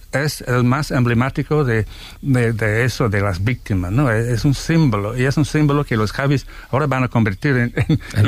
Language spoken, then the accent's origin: Spanish; Ireland; Spanish is a second language